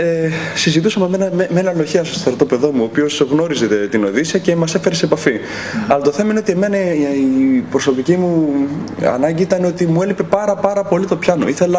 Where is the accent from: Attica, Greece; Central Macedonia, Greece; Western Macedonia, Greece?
Central Macedonia, Greece; Thessaloniki; moved away as an adult; also born or lived in United States; εγώ έχω καταγωγή από τη Θεσσαλονίκη